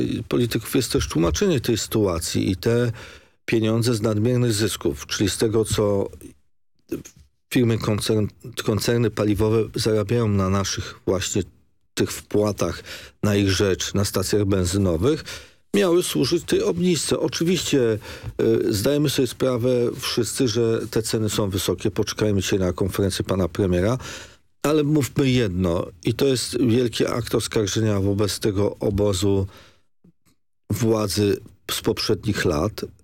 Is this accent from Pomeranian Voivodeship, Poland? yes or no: yes; Sopot, Pomeranian Voivodeship, Poland; jako Sopocianie